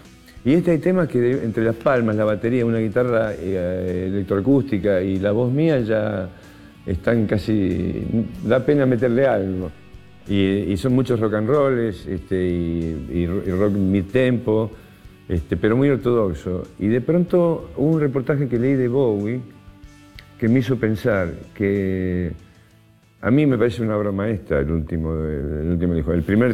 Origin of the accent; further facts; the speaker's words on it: Argentina; Como representante argentino, claro.